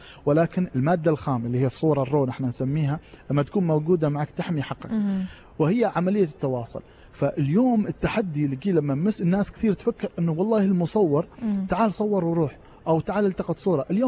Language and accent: Arabic; Oman